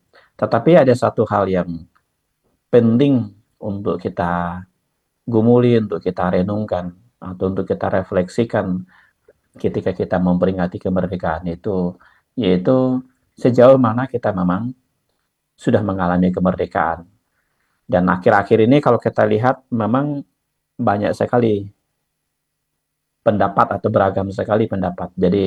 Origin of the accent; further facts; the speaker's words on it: Bonti, West Kalimantan, Indonesia; di kampung saya, di daerah Bonti